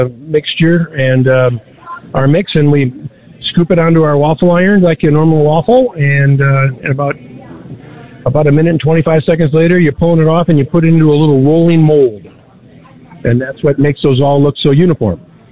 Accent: Minneapolis, Minnesota, United States; The one I went to was near my hometown in Minneapolis.

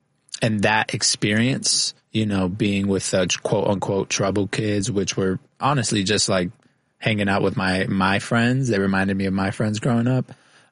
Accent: Chicago, Illinois, United States; I was born and raised in Pilsen, so to two working immigrant parents. My mom cleaned houses. My dad was a truck driver.

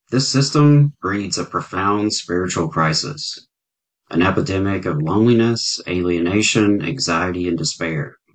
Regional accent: the South, United States; I grew up right here in the South, raised in a conservative Southern Baptist tradition.

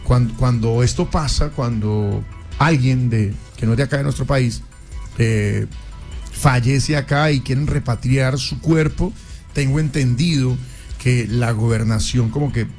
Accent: Colombia; como buenos colombianos y como ciudadanos.

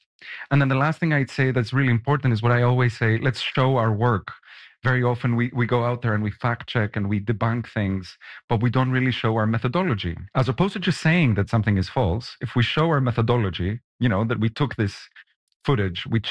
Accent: Greece; So I was expecting interest from my home country, maybe countries in the Mediterranean.

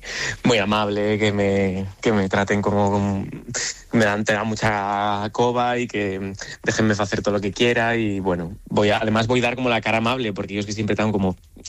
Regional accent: Oviedo, Asturias, Spain; tengo muchas ganas de traer a Oviedo porque yo soy de Oviedo, entonces viene a verme todo el mundo, espero.

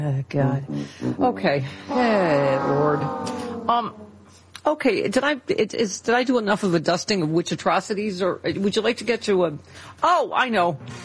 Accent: New York, United States; My buff, because I grew up on Lake Ontario.

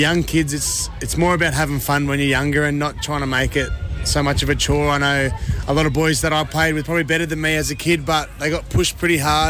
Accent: Hervey Bay, Queensland, Australia; I'm a Garangarang man, but I'm from a place called Harvey Bay in Queensland, which is bachelor country, but that's where I'm born and bred.

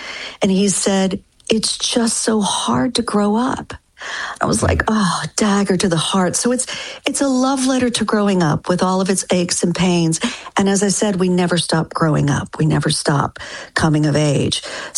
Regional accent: Denton, Texas, United States; moved away; it's a somewhat fictionalized account of my hometown, which is Denton, Texas. But when I lived there, you know, it was very small. There was only one high school, but it was such a unique place to be because, you know, it's North Texas, it's flat

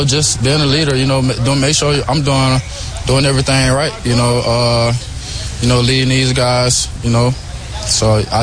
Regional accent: Atlanta, Georgia, United States; I grew up in back in Atlanta, Georgia. I played for a team called Glenwood.

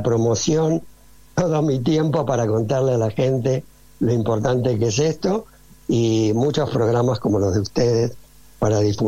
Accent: Argentina; now in Los Angeles, United States; Soy argentino

